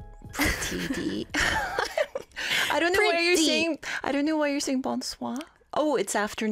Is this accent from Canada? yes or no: yes; Canada; We grew up on the West Coast